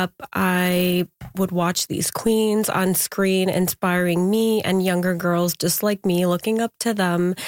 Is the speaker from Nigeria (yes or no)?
no; Afghanistan; Well, I'm originally from Afghanistan.